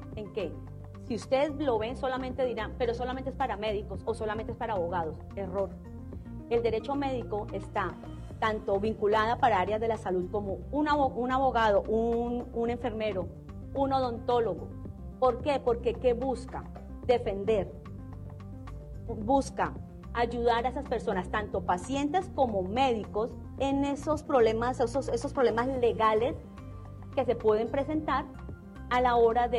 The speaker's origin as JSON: {"language": "Spanish", "region": "Llanos Orientales", "country": "Colombia", "tie": "born there", "said": "Soy hija del Llano, egresada de esta universidad"}